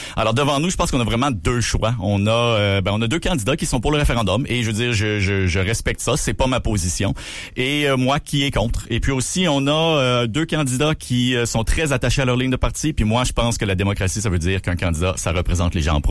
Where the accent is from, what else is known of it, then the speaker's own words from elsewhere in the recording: Quebec City, Quebec, Canada; also born or lived in Montreal / New York; je suis né dans Taschereau à l'hôpital Jeffrey Hale, j'ai grandi ici.